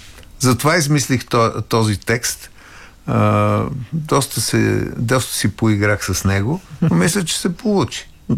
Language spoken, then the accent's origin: Bulgarian; Vidin, Vidin Province, Bulgaria; born there; also born or lived in Sofia; Аз съм роден във Видин.